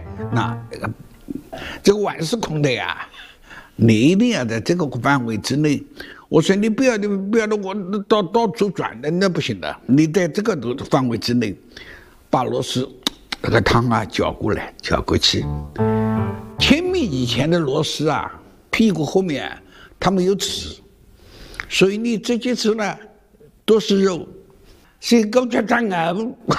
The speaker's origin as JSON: {"language": "Chinese", "town": "Huzhou", "region": "Zhejiang", "country": "China", "said": "那是我们湖州的土话呢。"}